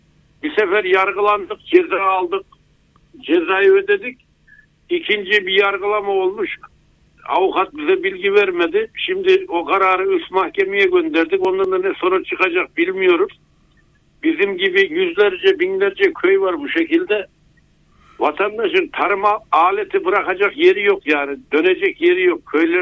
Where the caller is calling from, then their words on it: Tosya, Kastamonu, Turkey; Şu anda benim yaşadığım kendi köyümde